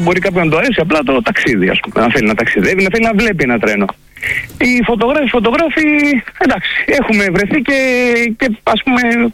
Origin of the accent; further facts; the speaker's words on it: Koukounara, Peloponnese, Greece; Ναι, είμαι από Πύλο. Τέλεια. Από ένα χωρίο εδώ, την Κουκουνάρα, έξω από την πύλο.